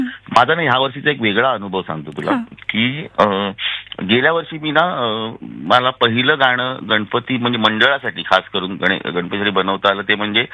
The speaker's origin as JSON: {"language": "Marathi", "town": "Mumbai", "region": "Maharashtra", "country": "India", "moved": "as an adult", "lives_now": "Kurla, Mumbai, India", "said": "म्हणजे मी लालबागचा आहे. मी गेली 10-15 वर्ष लालबाग मध्ये होतो. आता ह्या वर्षी मला केवळ म्हणजे काय म्हणतात ना की घर बदललं म्हणून मी कुर्ल्यात नेहरू नगरला आलोय पण मनाने मी अजूनही लालबाग मध्येच आहे असतो."}